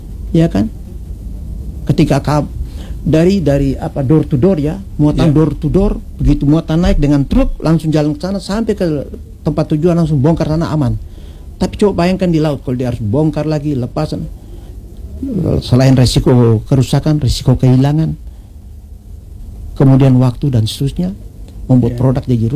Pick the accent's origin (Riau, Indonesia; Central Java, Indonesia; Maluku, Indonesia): Maluku, Indonesia; Jadi kita orang Maluku bangga, itu konsep dari Maluku untuk Indonesia seperti itu.